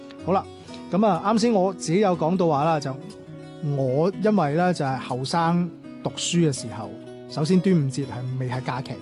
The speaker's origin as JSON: {"language": "Cantonese", "town": "Guangzhou", "region": "Guangdong", "country": "China", "tie": "born or raised there", "said": "儘管後期其實我係喺廣州長大嘅，我即係我父母嗰代已經出咗嚟廣州啦，咁喺呢一邊呢就成長嘅。"}